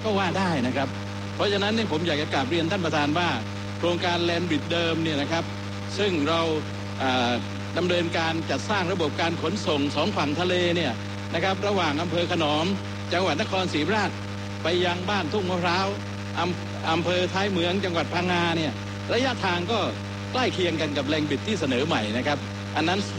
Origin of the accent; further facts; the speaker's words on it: Southern Thailand, Thailand; born there; ผมเองก็เกิดที่ภาคใต้ญาติพี่น้องผมจำนวนมากก็ยังอยู่ในภาคใต้นะครับ